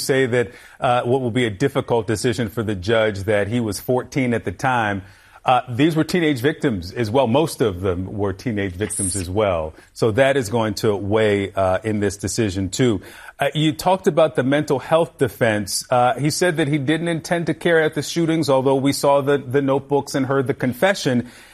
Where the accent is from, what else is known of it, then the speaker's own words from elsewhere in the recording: Baltimore, Maryland, United States; live look at my hometown, Charm City, baby, Baltimore.